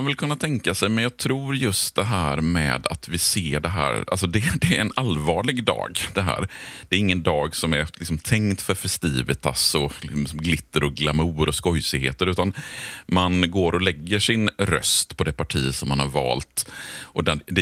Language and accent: Swedish; Gothenburg, Västra Götaland County, Sweden; i min hemstad Göteborg så vill man ju gärna skoja till det lite. Vi är ju kända för vårt vitsande